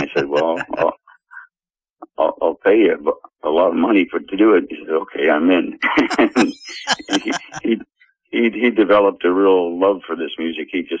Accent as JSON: {"language": "English", "country": "Canada", "said": "Well, we're Canadians, except for one member is from Rochester."}